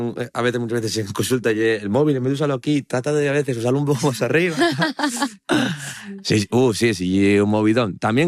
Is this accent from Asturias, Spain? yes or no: yes; Gijón, Asturias, Spain; yo soy el primero que habla amestado, como dices tú, que habla mezclado, y soy de Gijón